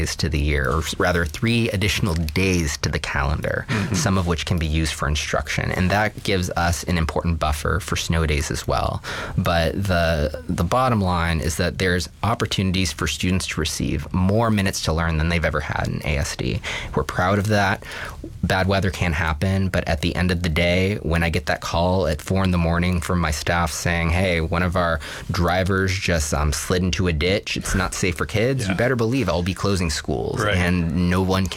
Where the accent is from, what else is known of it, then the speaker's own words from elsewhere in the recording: Texas, United States; moved away as an adult; now in Anchorage, United States; I'm from Texas